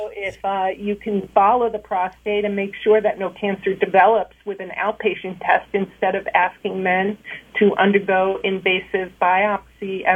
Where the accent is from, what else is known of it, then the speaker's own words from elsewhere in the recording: New York, United States; moved away; I grew up in Manhattan